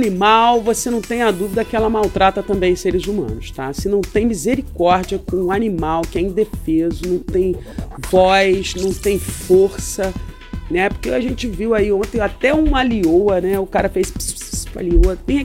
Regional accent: Minas Gerais, Brazil; now in Cabo Frio, Brazil; Não, que eu sou de Minas Gerais, sou.

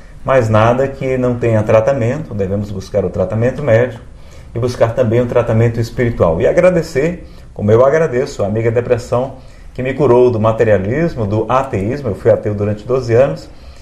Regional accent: Fortaleza, Ceará, Brazil; moved away as an adult; now in Brasília, Brazil; Eu sou de Fortaleza, 6 anos em Brasília

